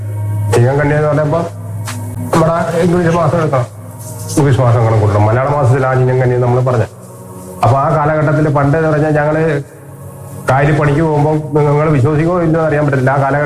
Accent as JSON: {"language": "Malayalam", "town": "Kochuthuruthu", "region": "Kerala", "country": "India", "tie": "born or raised there", "said": "ഞാൻ ഈ കൊച്ചുതുരുത്തില് ജനിച്ചു വളർന്നതാണ്. ഞാൻ 1973 ജനിച്ചതാണ്."}